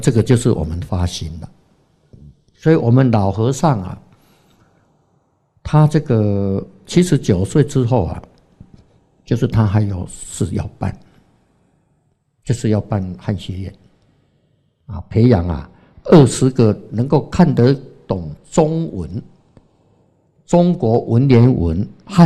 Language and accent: Chinese; Taiwan; accent: Taiwanese; 那个老板娘听到我们是台湾口音的啊，讲台语的